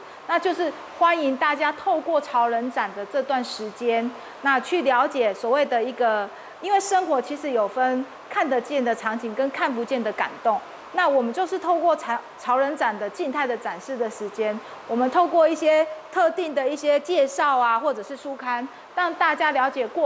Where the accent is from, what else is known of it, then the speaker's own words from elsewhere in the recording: Pingtung County, Taiwan; 我们屏东人